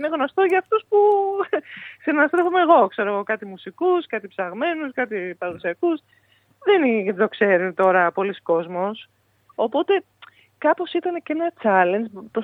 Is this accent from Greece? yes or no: yes; Athens, Attica, Greece; born there; Εγώ που γεννήθηκα στην Αθήνα και μένω στην Αθήνα, λυπηθείτε με τώρα